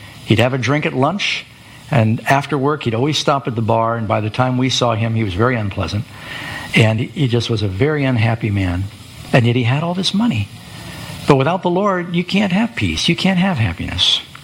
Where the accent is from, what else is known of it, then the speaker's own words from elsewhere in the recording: New York City, New York, United States; also born or lived in Burbank, California; I was born in Burbank, California. That's where Dad had his aircraft business. And by they divorced when I was three. Like I said, their relationship was very tempestuous. So Mom moved to New York City. My brother and I moved there to join her.